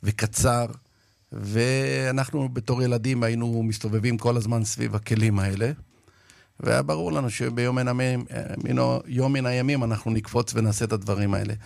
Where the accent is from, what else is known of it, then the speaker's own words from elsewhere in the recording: Yoshivia, Southern District, Israel; אני בן למשפחה חקלאית, אנחנו במקור ממושב יושיביה.